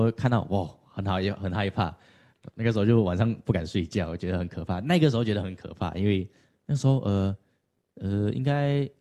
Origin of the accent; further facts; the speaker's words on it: Malaysia; now in Taiwan; 现在有我是马来西亚的